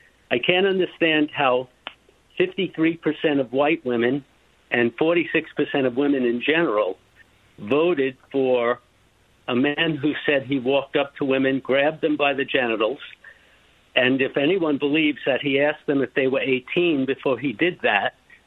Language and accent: English; Queens, New York, United States; I grew up in Queens, so I saw this guy from the beginning, how he abused people.